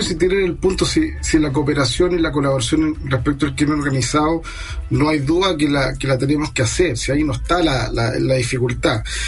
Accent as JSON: {"language": "Spanish", "country": "Chile"}